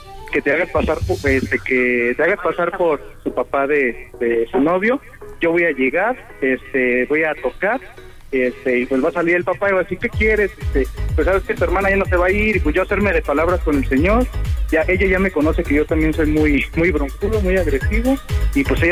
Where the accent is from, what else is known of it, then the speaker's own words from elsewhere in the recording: Colima, Mexico; Somos de Colima.